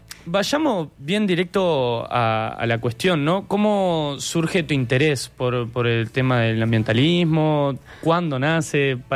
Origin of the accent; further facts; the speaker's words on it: Uruguay; ¿cómo somos los uruguayos frente a estos temas?